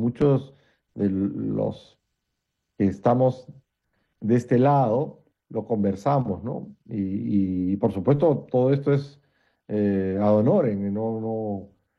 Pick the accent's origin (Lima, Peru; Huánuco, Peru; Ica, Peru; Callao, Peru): Callao, Peru; Yo también soy del Callao